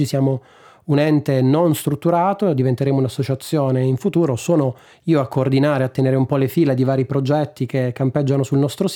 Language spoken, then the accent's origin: Italian; Apulia, Italy; Io sono pugliese, del Gargano, un altro Carso